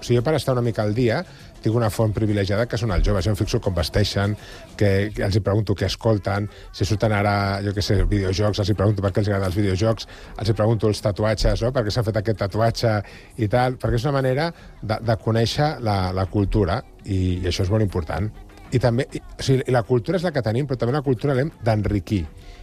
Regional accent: L'Hospitalet de Llobregat, Catalonia, Spain; Jo soc d'Hospitalet, no?, ja li deia abans a la Carme, no?, i un punto flamenquillo d'Hospitalet també el porto.

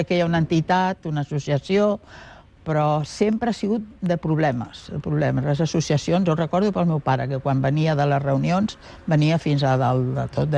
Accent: Barcelona, Catalonia, Spain; born there; No, vaig néixer a Barcelona.

